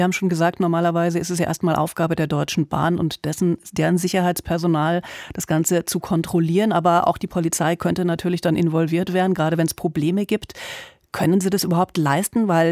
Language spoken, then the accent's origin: German; Bavaria, Germany; das gibt's ja an einigen Bahnhöfen in Deutschland schon länger, bei uns in Bayern zum Beispiel, in München oder Nürnberg.